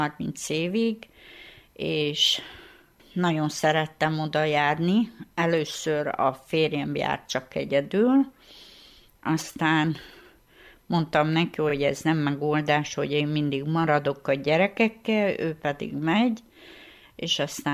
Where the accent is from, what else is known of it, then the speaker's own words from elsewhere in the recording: Kígyós, Zakarpattia Oblast, Ukraine; moved away as an adult; also born or lived in Zápszony, Ukraine; now in Pocsmegyer, Hungary; Én kigyósi származású vagyok, a Kigyóson éltem előtte. A kigyósi gyülekezetbe jártam